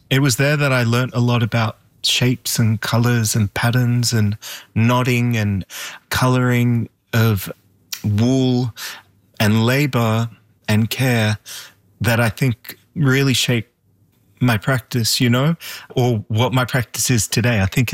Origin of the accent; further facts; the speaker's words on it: Australia; Definitely, yeah. We you know, apart from the Persian rugs everywhere, we had the artworks and just the decor, but just the way of being, right?